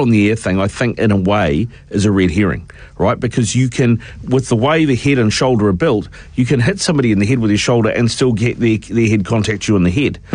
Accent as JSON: {"language": "English", "region": "Queensland", "country": "Australia", "said": "I'm a Queenslander, and the N in the of Queen is capital"}